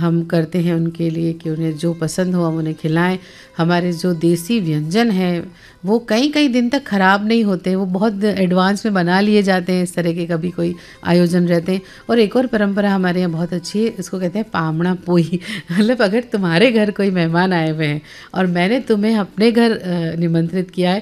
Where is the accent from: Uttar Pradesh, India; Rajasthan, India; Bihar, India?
Rajasthan, India; हमारे यहाँ तो जो मेवाड़ का एक शब्द है पधारना